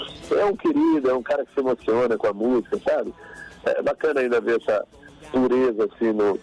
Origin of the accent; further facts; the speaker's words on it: Maranhão, Brazil; Porque ele é do interior da Bahia, sou do interior do Maranhão.